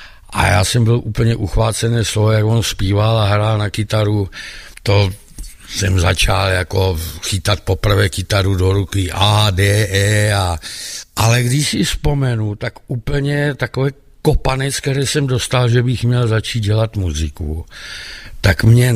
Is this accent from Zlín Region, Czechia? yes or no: no; Oslavany, South Moravian Region, Czechia; born there; also born or lived in Ivančice; now in Brno, Czech Republic; No, pocházím z Ivančic, i když jsem bydlel od první do poloviny 8. třídy v Oslavanech, pak jsem se přestěhoval do Ivančic, kde jsem byl do 19 let a od 19 let jsem v Brně